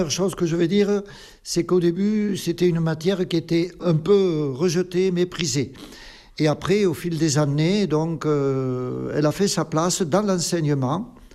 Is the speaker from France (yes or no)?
yes; Occitanie, France; accent: accent du pays (Occitan/Lozère); first language Occitan; also born or lived in Montpellier; j'ai l'accent du pays, hein, c'est normal. Ça fait partie de l'Occitanie, l'accent.